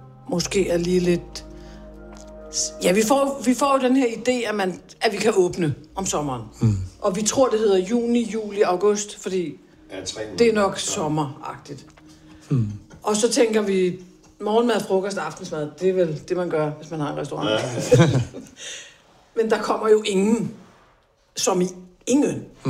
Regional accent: Copenhagen, Capital Region of Denmark, Denmark; moved away as an adult; now in Bornholm, Denmark; at komme til provinsen som københavner

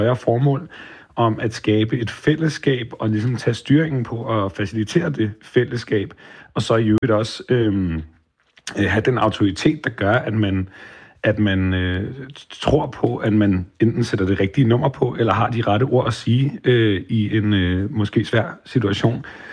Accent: Allinge, Capital Region of Denmark, Denmark; Eller hvis du tager mig, der stillede mig bag min set-afspiller hjemme i Allinge på Bornholm

